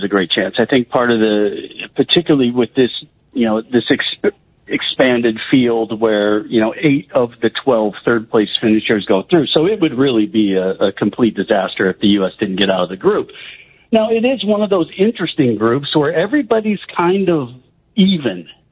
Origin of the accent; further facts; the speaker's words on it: United States; as an American, former international